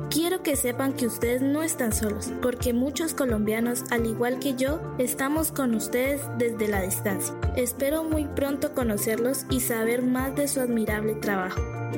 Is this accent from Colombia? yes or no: yes; Colombia; soy una niña colombiana y quiero darles gracias por defender nuestro país.